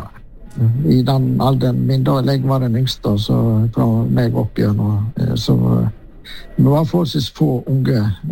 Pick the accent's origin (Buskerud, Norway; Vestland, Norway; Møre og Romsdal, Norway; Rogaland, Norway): Vestland, Norway; Kinsedal, Luster; moved away; jeg vokste opp i Kinsedal, en liten grend på Sørsida, så Lustringene kanskje ikke alle kjenner, men det var jo der jeg hadde min første år